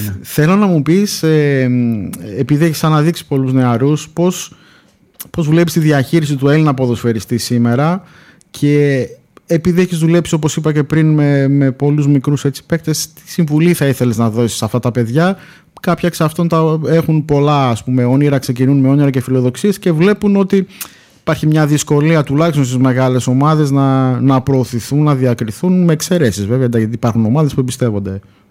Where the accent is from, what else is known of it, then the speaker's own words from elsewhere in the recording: Thessaloniki, Central Macedonia, Greece; μιας και είμαστε από Θεσσαλονίκη